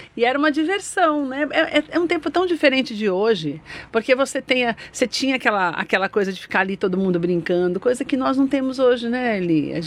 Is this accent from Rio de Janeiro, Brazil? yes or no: no; Mauá, São Paulo, Brazil; Infância de filho único em Mauá.